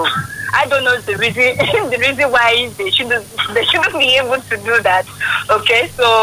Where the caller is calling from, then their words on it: Ibadan, Oyo, Nigeria; from Ibadan.